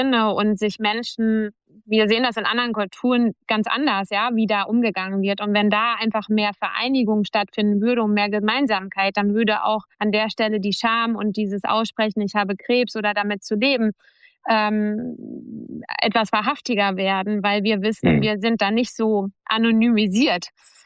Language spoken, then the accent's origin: German; Berlin, Germany; born there; now in Bielefeld, Germany; Also ich bin gebürtige Berlinerin und ich lebe in Bielefeld